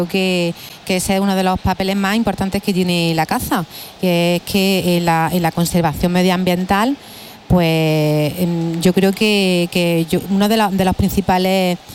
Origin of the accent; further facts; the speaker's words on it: Lopera, Andalusia, Spain; en mi pueblo, por ejemplo, un pueblo de pequeño como El Ópera